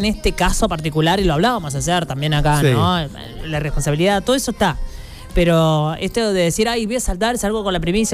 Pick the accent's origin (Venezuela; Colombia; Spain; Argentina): Argentina; Córdoba; Somos 5 de Córdoba. Lo pasaremos bárbaro. Imagínate, 5 mujeres de 70.